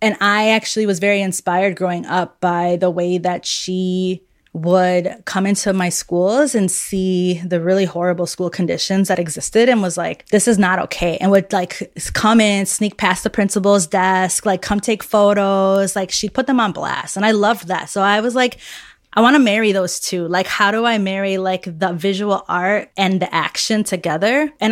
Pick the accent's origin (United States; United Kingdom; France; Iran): United States; Chicago, Illinois; I'm from the South Side of Chicago, East Side. It's a neighborhood. People often don't think of it as a neighborhood. They're always like, the East Side, isn't that the lake? And my family migrated from Mexico there in the 40s.